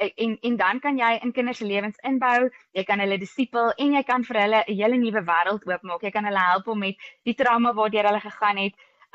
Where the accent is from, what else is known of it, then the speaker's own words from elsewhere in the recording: Pretoria, Gauteng, South Africa; ek het begin in my tuisdorp, dis ons maar die patroon wat Jesus gevolg het. So my tuisdorp was so 'n geleentheid by Morletta Kerk.